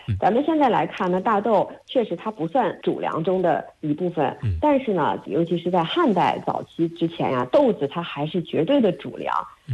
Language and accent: Chinese; China; 咱们中国